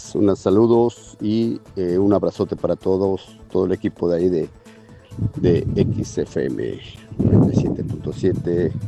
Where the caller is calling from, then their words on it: Valladolid, Yucatán, Mexico; de Valladolid.